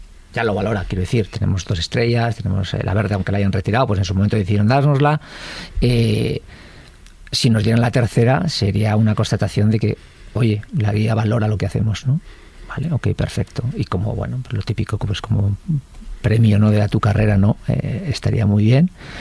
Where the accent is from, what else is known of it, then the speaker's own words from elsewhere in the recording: Basque Country, Spain; donde viví toda mi infancia. Uh-huh. Hasta que me marché de casa, que está en un barrio obrero, en Zaramaga